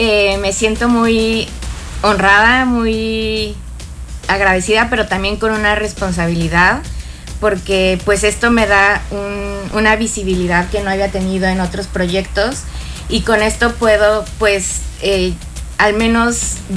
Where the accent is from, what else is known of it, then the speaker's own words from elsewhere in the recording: Toluca, State of Mexico, Mexico; yo vengo de Toluca, que es una ciudad 100% futbolera.